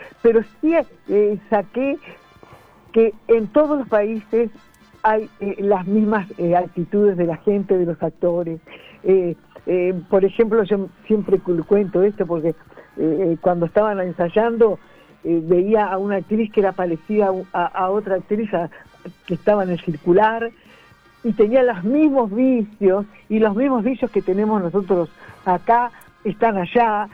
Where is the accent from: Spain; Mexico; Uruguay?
Uruguay; yo soy uruguaya, no soy argentina.